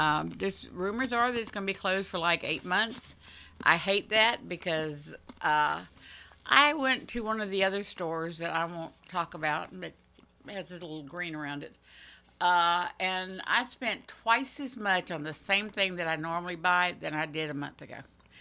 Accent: Orange Park, Florida, United States; born there; moved away; That's what was in Orange Park when I was in Orange Park.

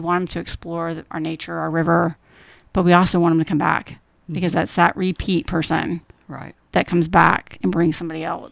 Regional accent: St. Johns County, Florida, United States; I'm from St. John's County.

